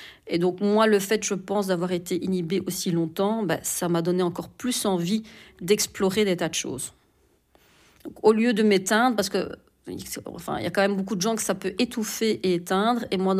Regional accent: Hainaut, Belgium; born there; now in Brussels, Belgium; J'ai 49 ans, je suis d'origine turque, je suis née en Belgique, dans le Hainaut, et j'habite à Bruxelles depuis 30 ans

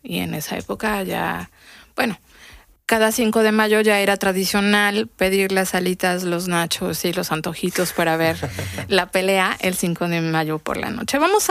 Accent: Xalapa, Veracruz, Mexico; Yo tuve la oportunidad de conocerlo en un evento deportivo en mi ciudad natal, en Xalapa

